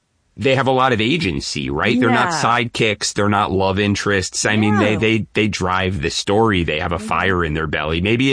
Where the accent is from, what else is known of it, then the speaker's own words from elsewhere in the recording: Philadelphia, Pennsylvania, United States; As a Philadelphian, I'm very proud of anywhere that Wawa is.